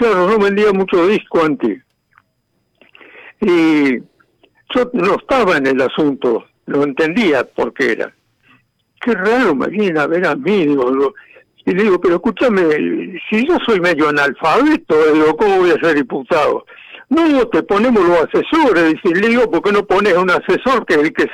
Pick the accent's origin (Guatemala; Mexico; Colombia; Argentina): Argentina; yo soy un argentino que siempre laburó.